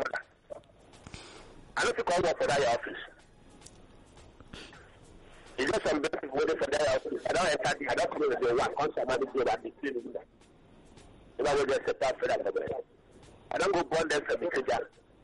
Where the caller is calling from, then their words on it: Satellite Town, Lagos, Nigeria; From Satellite Town.